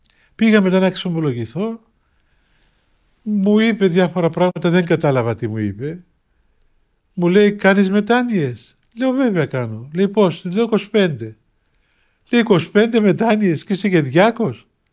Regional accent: Cyprus; Λέω «Από την Κύπρο, γέροντα». «Α, από την Κύπρο», λέει. Λέω «Ναι, από την Κύπρο, τίποτα άλλο».

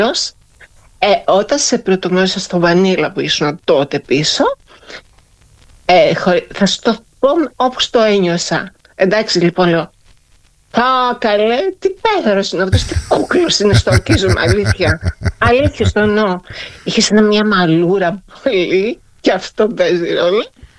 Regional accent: Greece; Ναι, είναι πολλά τα χρόνια. Έρχομαι και από την Ελλάδα.

